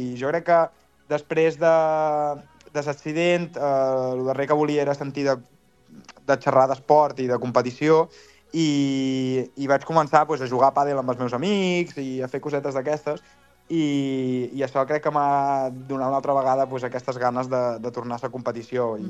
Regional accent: Balearic Islands, Spain; Vaig tornar a Menorca i a partir d'aquí, pues, de sa meva illa i de ca meva, pues, he recuperat aquesta força

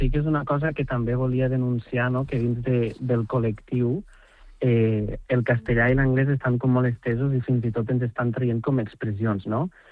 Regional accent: Catalonia, Spain

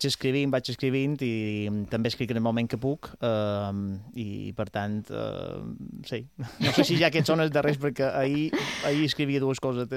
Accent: Palma, Balearic Islands, Spain

